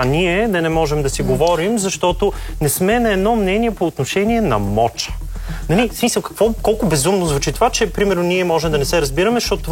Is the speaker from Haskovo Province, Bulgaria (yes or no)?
no; Varna, Varna Province, Bulgaria; аз като варненец много често се изненадвам, когато отида до някой паметник